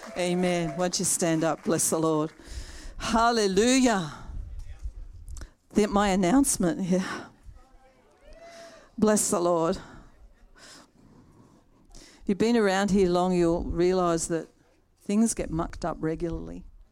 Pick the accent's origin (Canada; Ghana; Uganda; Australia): Australia; accent: Australian; Well, we're Australian. Through and through. Right back the generations.